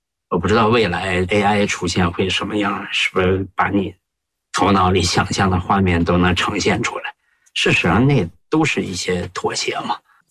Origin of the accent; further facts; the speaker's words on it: Heilongjiang, China; 就因为我本身是黑龙江人嘛，小时候文目睹，我对那块土地特别熟悉嘛